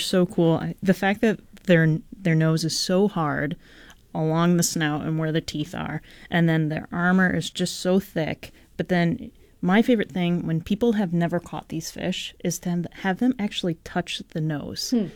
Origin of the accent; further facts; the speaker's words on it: Michigan, United States; now in Vermont, United States; So I grew up in Michigan.